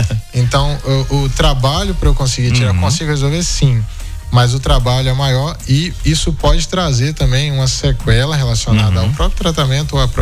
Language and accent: Portuguese; Piatã, Bahia, Brazil; now in Espírito Santo, Brazil; eu não sou do Espírito Santo, eu sou da Bahia, nascido e criado. Minha família mora na Bahia, meus pais moram na Bahia, numa cidade chamada Piatã. Cidade do melhor café do Brasil.